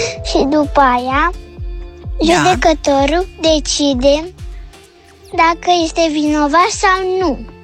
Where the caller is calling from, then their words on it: Constanța, Constanța County, Romania; din Constanța, am 6 ani